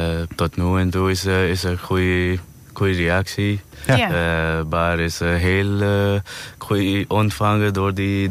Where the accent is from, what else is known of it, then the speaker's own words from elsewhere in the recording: India; Dutch is a second language; now in Netherlands; Ik kom uit India.